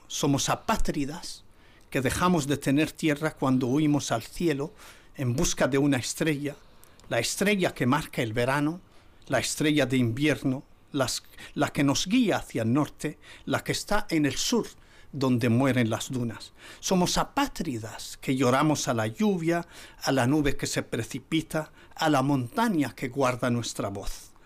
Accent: Western Sahara; pues pudimos sobrevivir y seguir existiendo como pueblo saharaui.

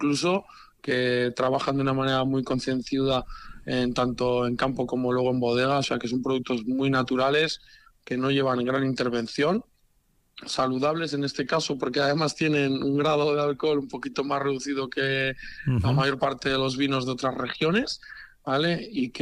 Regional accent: Galicia, Spain; now in Basque Country, Spain; Yo soy gallego.

